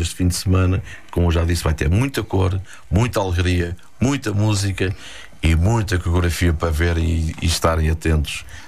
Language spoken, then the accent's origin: Portuguese; Mafra, Lisbon, Portugal; como somos de Mafra